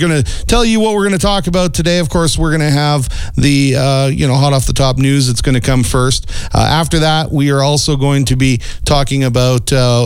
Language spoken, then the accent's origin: English; Canada; we're Canadian